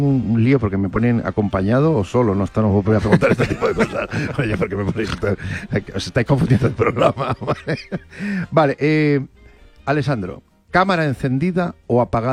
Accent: León, Castile and León, Spain; O sea, que han dicho a la gente, pues cuando descubren que soy de León, o cuando descubren que, ¿sabes? Me gusta cazar o algo así, ¿no?

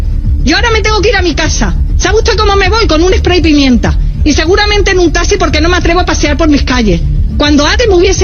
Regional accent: Spain; como española le pido que por favor lo saquen

